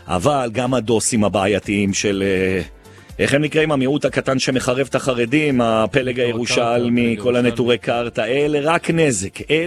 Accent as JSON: {"language": "Hebrew", "town": "Jerusalem", "region": "Jerusalem District", "country": "Israel", "said": "כי אני ירושלמי"}